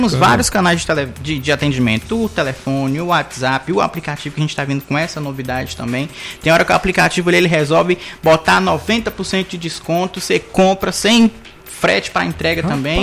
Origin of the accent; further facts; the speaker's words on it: Bahia, Brazil; now in Minas Gerais, Brazil; tanto que eu saí da Bahia pra vir pra Minas.